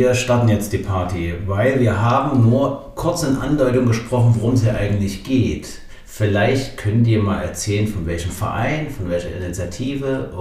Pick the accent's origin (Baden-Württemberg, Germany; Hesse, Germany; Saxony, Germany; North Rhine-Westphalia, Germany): Saxony, Germany; Leipzig; moved away; Also ich bin ja auch ursprünglich aus Leipzig, viele Jahre in Leipzig unterwegs.